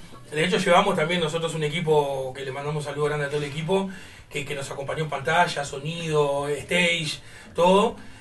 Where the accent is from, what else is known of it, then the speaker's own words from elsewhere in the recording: Uruguay; Como uruguayo, a las 20 horas.